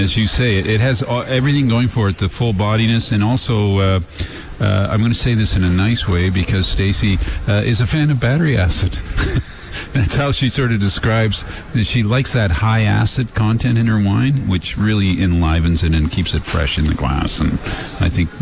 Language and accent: English; Hamilton, Ontario, Canada; Oh, okay. Well, I grew up in Hamilton 50 years ago, so I guess I can I can help you out there.